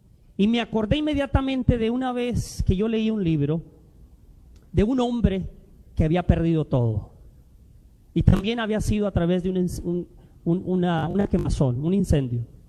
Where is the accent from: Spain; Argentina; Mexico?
Mexico; now in United States; algunos somos de México